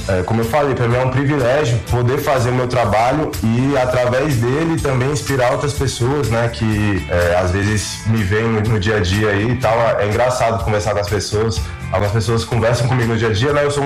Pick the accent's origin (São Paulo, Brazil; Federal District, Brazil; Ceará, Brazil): Federal District, Brazil; Ceilândia; now in Taguatinga, Brazil; Eu nasci aqui no... Na verdade, fui criado na Ceilândia, né? Atualmente resido em Taguatinga.